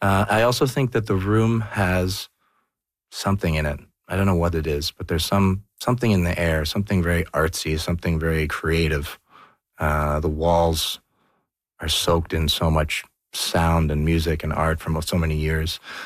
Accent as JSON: {"language": "English", "town": "Toronto", "region": "Ontario", "country": "Canada", "tie": "born or raised there", "said": "You know what? I grew up in Toronto downtown. I took the subway a lot."}